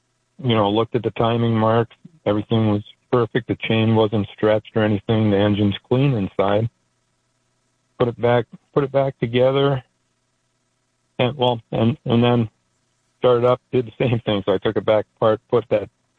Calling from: Minnesota, United States; I'm listening from, I listen from Minnesota.

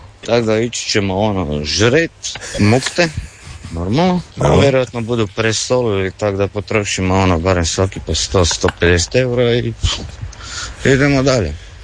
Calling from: Zagreb, City of Zagreb, Croatia

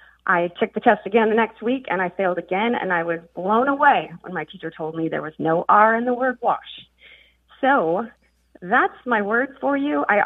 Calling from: Frankfort, Kentucky, United States; I'm calling from Frankfort, Kentucky.

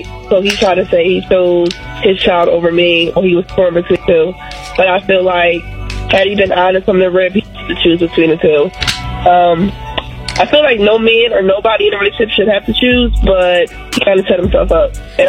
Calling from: New Jersey, United States; I'm calling from Jersey.

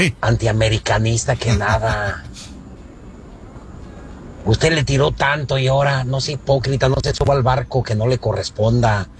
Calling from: León, Guanajuato, Mexico; yo soy de León y conozco muy bien Lagos de Moreno.

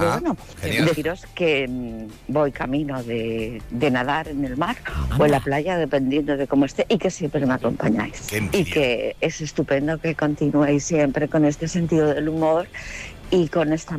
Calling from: Barcelona, Catalonia, Spain; de Barcelona.

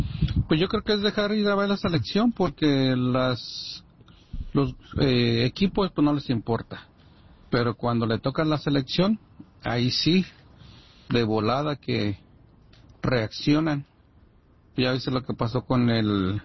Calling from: Mexico; Aunque como hispanos o mexicanos

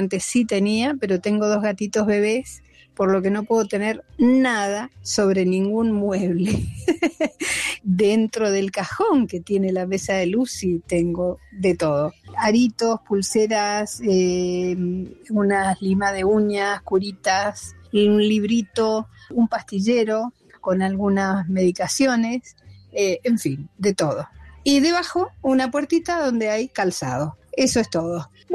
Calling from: San Rafael, Mendoza, Argentina; de San Rafael Mendoza.

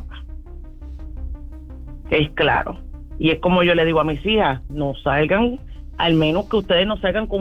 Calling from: Puerto Rico; yo soy de Puerto Rico.

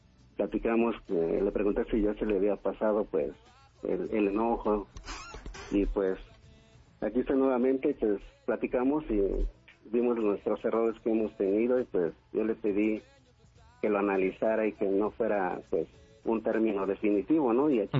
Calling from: Santiago Tianguistenco, State of Mexico, Mexico; Aquí en Santiago Tengo, municipio de aquí de Tengo.

